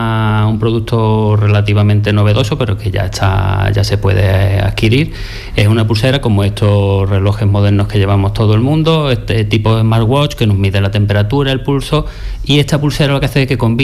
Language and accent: Spanish; Málaga, Andalusia, Spain; los que somos malagueños sabemos lo que es un día de terral.